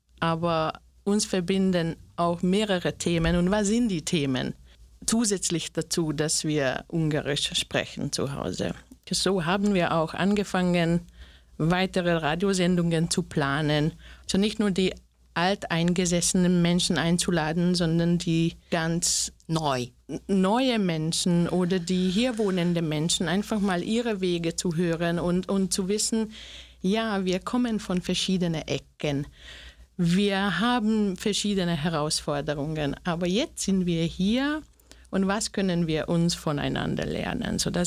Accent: Slovakia; now in Linz, Austria; Ich komme auch aus der Slowakei. Ja, also ich bin auch eine Minderheit. Ich kenne dieses Minderheitsgefühl auch in Österreich.

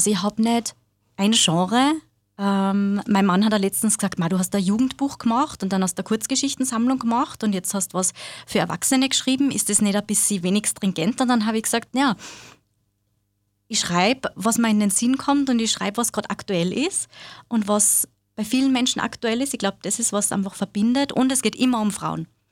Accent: Linz, Upper Austria, Austria; ich bin gerade 37 Jahre alt geworden. Ich bin Mama, habe zwei kleine Kinder und bin auch Lehrerin da bei uns in Linz am Berg oben.

